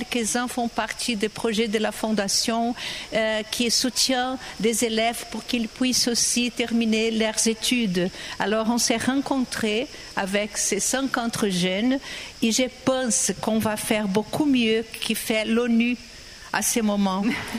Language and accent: French; Brazil; French is a second language; chez moi, au Brésil